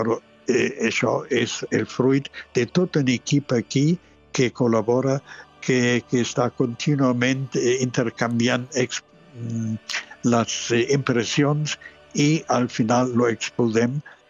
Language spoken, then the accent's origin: Catalan; Germany; Doncs nosaltres som aquí originals d'Alemanya amb la seva tradició, formats completament.